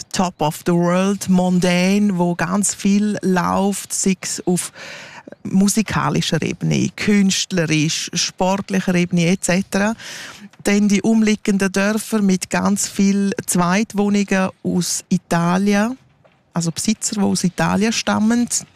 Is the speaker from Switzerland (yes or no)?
yes; Grisons, Switzerland; Nein, ich bin eine Engadinerin, wir sind ja kein Bündner, wir sind Engadiner.